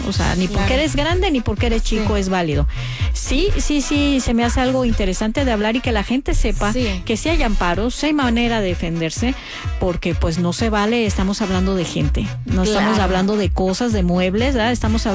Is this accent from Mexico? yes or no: yes; Mexico; qué miedo como mexicana el vivir esto.